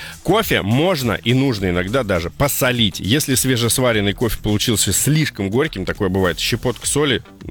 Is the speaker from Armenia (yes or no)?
yes; Armenia; Я армянин.